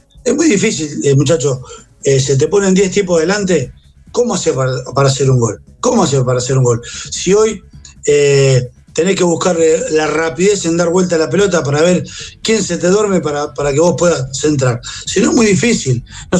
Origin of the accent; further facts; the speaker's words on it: Argentina; porque somos todos argentinos